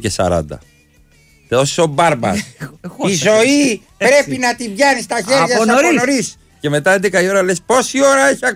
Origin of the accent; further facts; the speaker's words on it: Arta, Epirus, Greece; Εγώ δεν είμαι από το Λακαρνανί. Είμαι από την Άρτα.